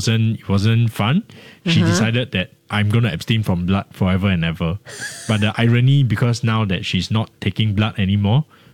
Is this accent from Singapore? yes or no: yes; Singapore; sometimes I think in life we really put in a lot of effort because we are Singaporean, we work really hard